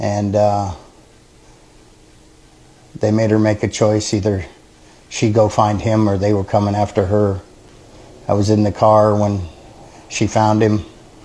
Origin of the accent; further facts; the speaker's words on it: Alaska, United States; because that's the way I was raised in Alaska.